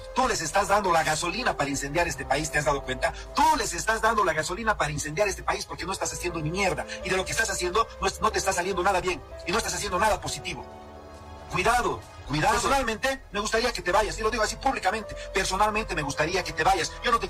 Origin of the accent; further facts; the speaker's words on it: Bolivia; ¿Qué somos los bolivianos?